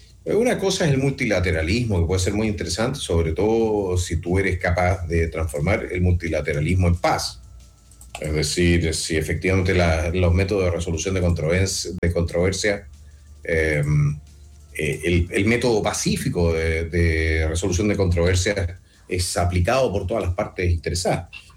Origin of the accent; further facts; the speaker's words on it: Chile; nosotros, como chilenos